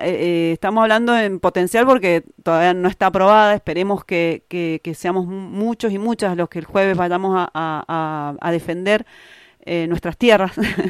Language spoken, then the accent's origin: Spanish; Argentina; Sí, estaba pensando, digamos, en cuáles son las riquezas como pueblo argentino, qué es lo que no, digamos, con qué los y las argentinas no cotidianamente no trabajamos, con qué construimos